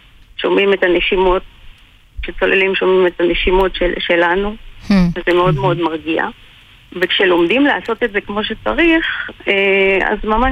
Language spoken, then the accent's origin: Hebrew; Northern District, Israel; האמת שגדלתי בגליל, בערים